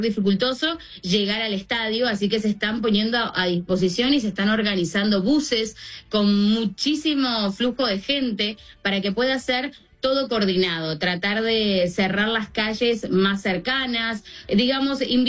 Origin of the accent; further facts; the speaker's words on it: Argentina; now in Miami, United States; Yo, en lo personal, soy argentina